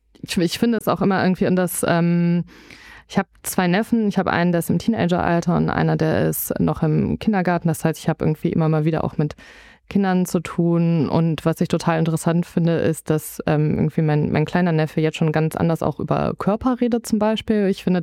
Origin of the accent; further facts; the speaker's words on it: Rhineland, Germany; Ich komme ja aus dem Rheinland